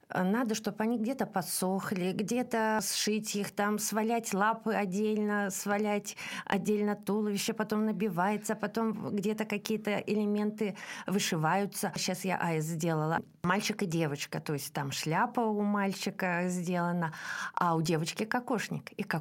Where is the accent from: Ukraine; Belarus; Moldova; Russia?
Belarus; Я родилась и выросла в Белоруссии, и мое творчество связано с родиной.